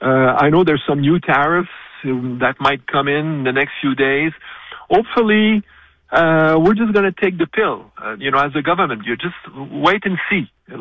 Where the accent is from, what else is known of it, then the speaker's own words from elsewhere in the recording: Canada; We don't like to think that as Canadian, but we have a great reputation.